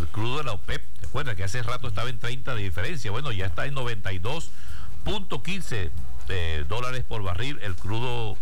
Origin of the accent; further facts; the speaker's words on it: Tocorón, Aragua, Venezuela; Recuerda que yo vengo de Tocorón, Arturo.